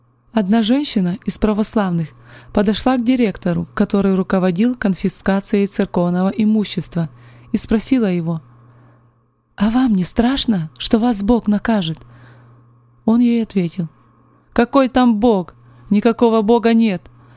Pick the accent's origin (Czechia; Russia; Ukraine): Ukraine; Kremenchuk, Poltava Oblast; Я сама с Украины, город Кременчуг, Полтавской области.